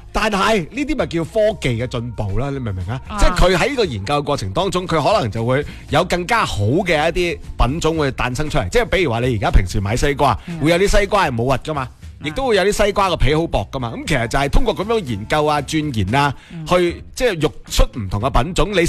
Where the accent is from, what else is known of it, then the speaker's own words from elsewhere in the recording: Guangdong, China; 我哋广东人